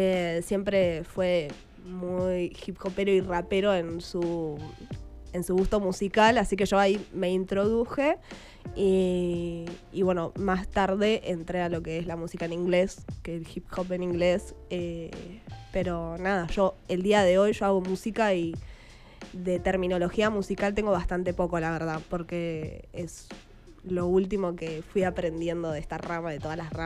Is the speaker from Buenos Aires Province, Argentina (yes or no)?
yes; La Plata, Buenos Aires Province, Argentina; Yo soy de Altos de San Lorenzo, nacida acá en La Plata y criada toda la vida en Altos de San Lorenzo. Nací acá y me crié en la cultura artística de acá de La Plata, más de Meridiano, en un centro cultural